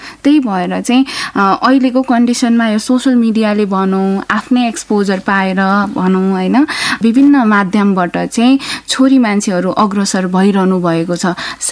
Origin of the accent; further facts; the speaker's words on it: Kirtipur, Bagmati, Nepal; born there; मेरो जन्मस्थान किर्तिपुर काठमाडौँ।